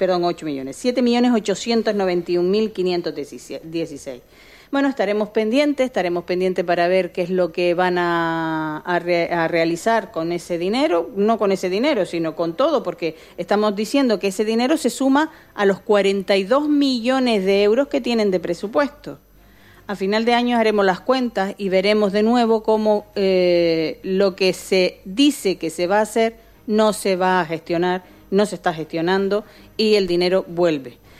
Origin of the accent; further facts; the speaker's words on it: Canary Islands, Spain; Yo también soy canaria.